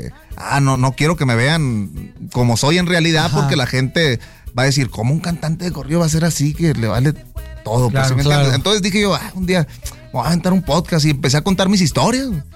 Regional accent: Ciudad Obregón, Sonora, Mexico; Yo soy de Ciudad Obregón, entonces fue el primer tema que quise sacar.

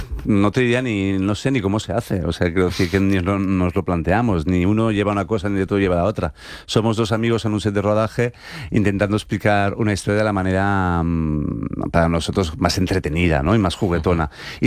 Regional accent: Valencian Community, Spain; Así yo que soy valenciano, imagínate, el esperpento para mí es como el pan nuestro de cada día.

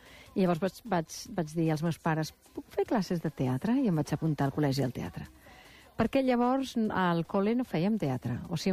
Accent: Barcelona, Catalonia, Spain

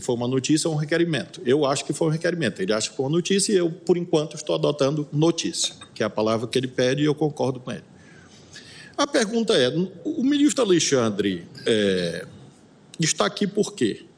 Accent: Brazil; me incomoda como brasileiro e como magistrado, magistrado desse tribunal

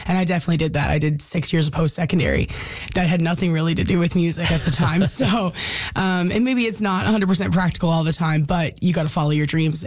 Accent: Labrador City, Newfoundland and Labrador, Canada; I grew up in Lab City just being a part of Encore Entertainment mostly, which I started when I was 14.

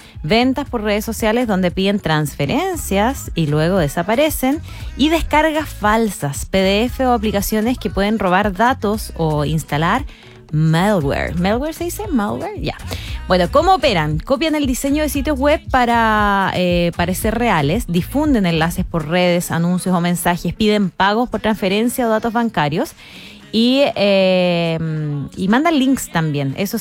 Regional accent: Chile; Sí, porque somos futboleros los chilenos, po.

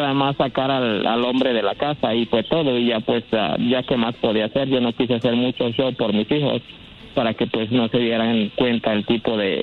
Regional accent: Nuevo León, Mexico; No, yo soy de Nuevo León.

